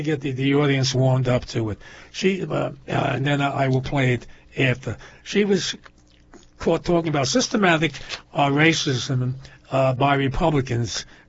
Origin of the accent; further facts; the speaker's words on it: Hawaii, United States; We are from Hawaii.